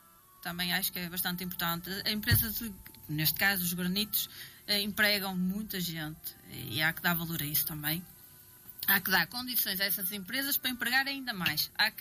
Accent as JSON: {"language": "Portuguese", "town": "Alpendurada", "region": "Norte", "country": "Portugal", "tie": "born or raised there", "also_born_or_lived": "Entre-os-Rios", "said": "eu por acaso não sou da Alpendurada, sou de Entre os Rios. Mas desde pequenina fui estudar para a Alpendurada. Desde que me lembro, lá está, vivo em Alpendurada."}